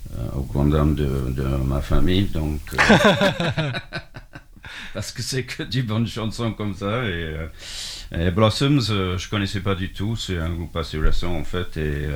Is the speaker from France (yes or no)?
no; Yorkshire and the Humber, United Kingdom; moved away; Moi, je ne peux pas dire que je viens de Manchester. Les gars, ils ne vont pas m'aimer quand je dis que je viens de Yorkshire.